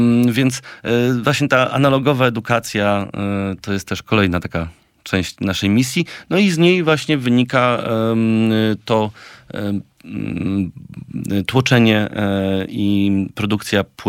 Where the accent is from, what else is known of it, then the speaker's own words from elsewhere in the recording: Warsaw, Masovian Voivodeship, Poland; ja jestem z Czerniakowa, więc dla mnie … jest jakby stałą, gdzieś tam zmienną w moim otoczeniu